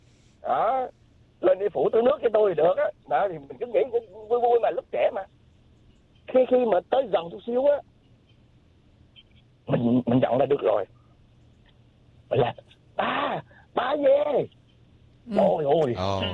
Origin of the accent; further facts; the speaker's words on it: Nha Trang, Khanh Hoa, Vietnam; moved away; tại quê mình ở Nha Trang mà.